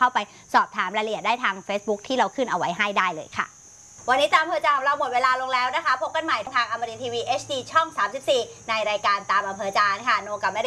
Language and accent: Thai; Southern Thailand, Thailand; ไม่ได้เราเป็นคนใต้